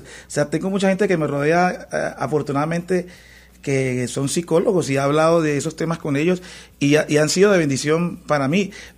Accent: Colombia; now in El Paso, United States; yo soy músico colombiano.

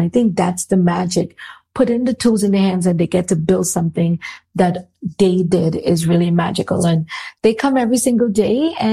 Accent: Trinidad & Tobago; So growing up in Trinidad and Tobago, everybody, included me, most people, want to be a barrister, or, you know, a doctor.

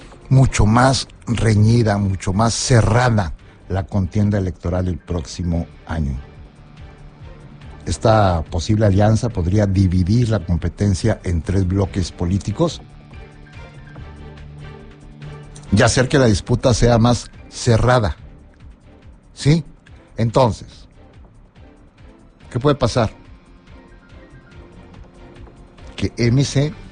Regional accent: San Nicolás, Nuevo León, Mexico; yo llegué aquí a Monterrey. Es que vengo de San Nicolás. Llegué a Monterrey y no me dio olor. Claro, en San Nicolás es diferente, allá huele como a rosas.

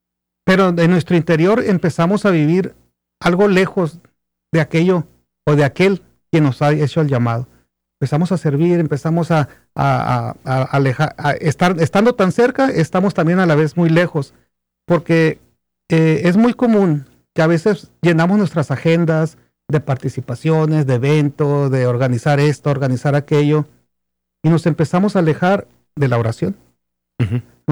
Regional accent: Mexico; voy a hablar como mexicano

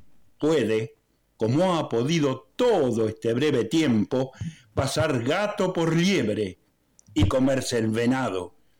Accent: Argentina; born there; moved away; de mi país natal, Argentina

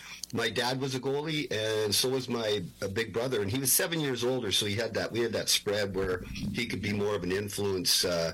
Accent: Canada; now in United States; I love the States. I'm a Canadian. I'm an American now.

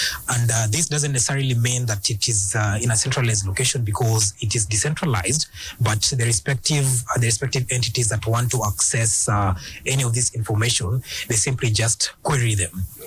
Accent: Kenya

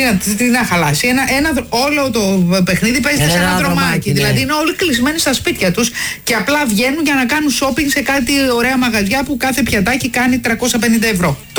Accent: Greece; εμείς ως Έλληνες τη βλέπουμε δικιά μας

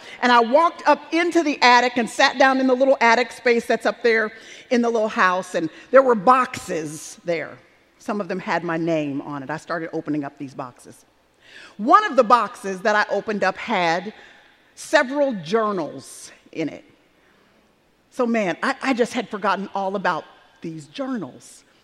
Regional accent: Dallas, Texas, United States; as I mentioned earlier, that I grew up in Dallas-Fort Worth area

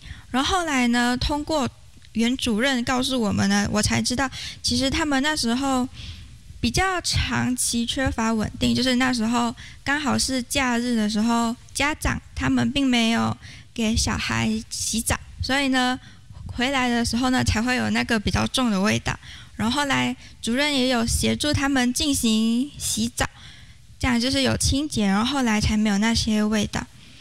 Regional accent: Kedah, Malaysia; moved away as an adult; now in Taiwan; 我出生于也生长于马来西亚的吉打州，它就是靠近槟城的一个地方。

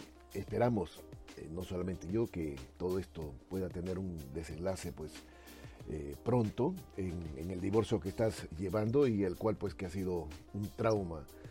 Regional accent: Peru; en mi país, en Perú

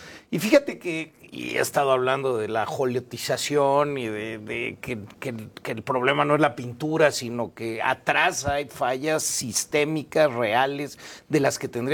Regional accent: Mexico City, Mexico; Y yo digo, no, a ver, soy un chilango.

